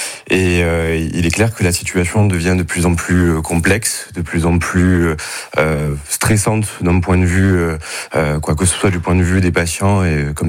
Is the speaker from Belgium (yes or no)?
no; Martigues, Provence-Alpes-Côte d'Azur, France; born there; Bon, je suis né à Martigues, je travaille sur Martigues